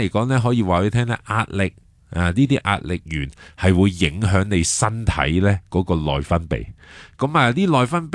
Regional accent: Hong Kong; 我哋香港人

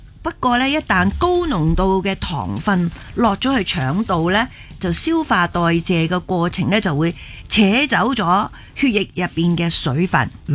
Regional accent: South China, China; 我系南方人

